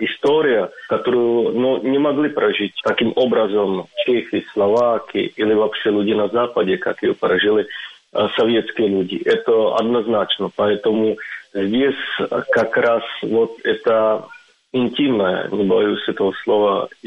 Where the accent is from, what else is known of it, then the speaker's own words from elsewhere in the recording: Trutnov, Hradec Králové Region, Czechia; Russian is a second language; Мой город, мой родной город, который находится на северо-востоке Чехии, которая называется Трутнов